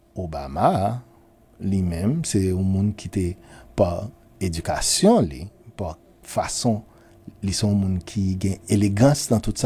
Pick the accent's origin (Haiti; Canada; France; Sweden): Haiti; Nous supposer en tant que haïtien faire un bagage, mander un bagage.